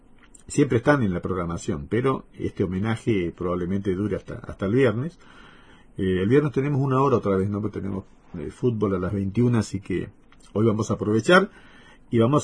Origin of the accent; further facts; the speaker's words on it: Corrientes, Argentina; somos orgullosos los correntinos